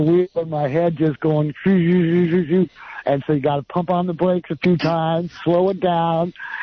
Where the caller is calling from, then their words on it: Santa Cruz, California, United States; from Santa Cruz.